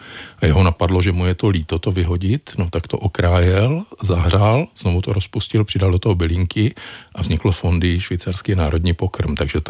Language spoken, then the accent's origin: Czech; Ostrava, Moravian-Silesian Region, Czechia; Já jsem z Ostravy